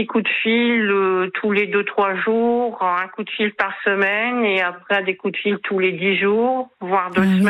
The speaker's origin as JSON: {"language": "French", "region": "Hauts-de-France", "country": "France", "tie": "born or raised there", "said": "nous sommes originaires des Hauts-de-France."}